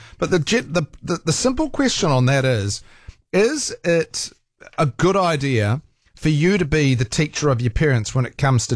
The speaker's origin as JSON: {"language": "English", "town": "Rotorua", "region": "Bay of Plenty", "country": "New Zealand", "tie": "born or raised there", "said": "I grew up in Rotorua, where my dad worked at the Forest Research Institute"}